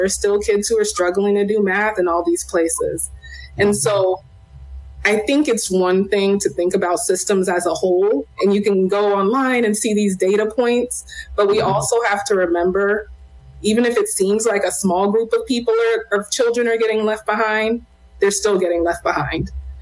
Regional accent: Long Beach, California, United States; born or raised there; moved away as an adult; also born or lived in Boston / San Francisco; now in Philadelphia, United States

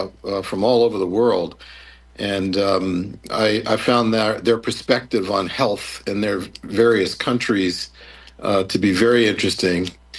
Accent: Long Island, New York, United States; moved away; Most of my family is from Louisiana. And although I grew up in Long Island, I have a ton of family in New Orleans. So after going to college at USC, I went to med school at Tulane.

